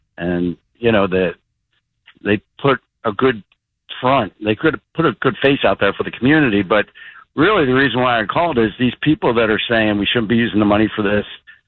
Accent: Pennsylvania, United States; now in St. Petersburg, United States; I grew up outside of Philadelphia

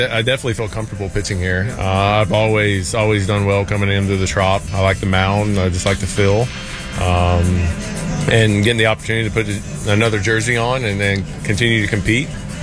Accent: Huntsville, Alabama, United States; the opportunities that were given to me from growing up in Huntsville.

